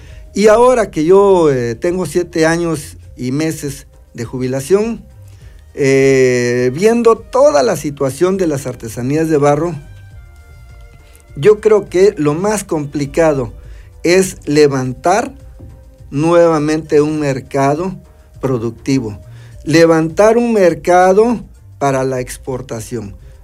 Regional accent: Tetelcingo, Mexico; soy originario de Tetelcingo.

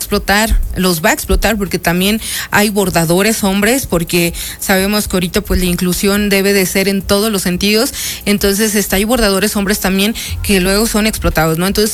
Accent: Puebla, Mexico; nosotros nos seguimos identificando como poblanos, como serranos

